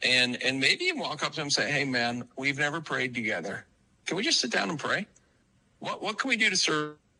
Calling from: Boston, Massachusetts, United States; I'm an Irishman from Boston

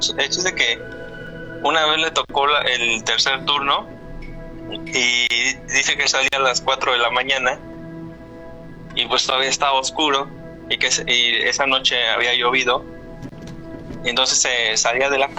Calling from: Puebla, Mexico; Somos de Puebla

